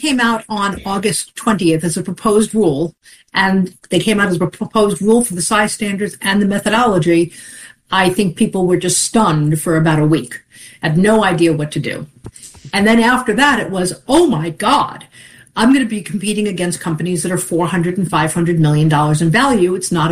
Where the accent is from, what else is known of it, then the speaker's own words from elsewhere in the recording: Long Island, New York, United States; I'm a kid from Long Island